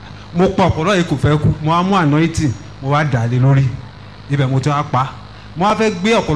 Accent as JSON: {"language": "Yoruba", "town": "Kubwa", "region": "Federal Capital Territory", "country": "Nigeria", "said": "mo wá láti Kubwa."}